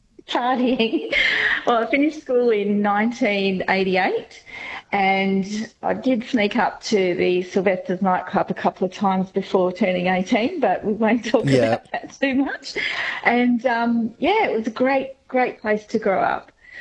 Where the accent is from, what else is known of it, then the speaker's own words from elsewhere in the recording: Kalgoorlie-Boulder, Western Australia, Australia; I've grown up here. I've been here since 1976, so yep. I hit the big 5-0 this year.